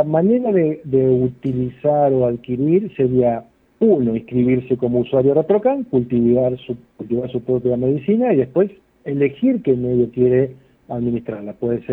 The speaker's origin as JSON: {"language": "Spanish", "town": "Luján", "region": "Buenos Aires Province", "country": "Argentina", "said": "Soy de Luján, Buenos Aires. Venimos actualmente de Pringles, donde es mi señora, venimos juntos en familia."}